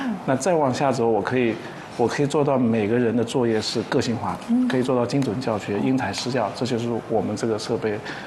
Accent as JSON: {"language": "Chinese", "region": "Zhejiang", "country": "China", "said": "我们浙江很多都喜欢创业，所以在大学的时候我就想过要自己创业。"}